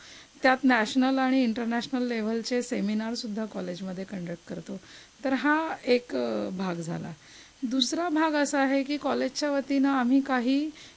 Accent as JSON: {"language": "Marathi", "town": "Ichalkaranji", "region": "Maharashtra", "country": "India", "tie": "born or raised there", "moved": "yes", "said": "मी मूळची आहे इचलकरंजीची म्हणजे कोल्हापूरची आहे, पण इथं आल्याच्या नंतर इथला जो माणूस आहे तो इथलाच कायमचा होऊन जातो असं वाटतं मला की माझा जन्म देखील इथंच झालेला आहे."}